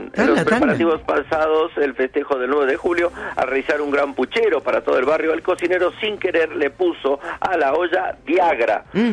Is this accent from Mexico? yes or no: yes; Mexico; como somos a los mexicanos, tan queribles y tan queridos en todo el mundo.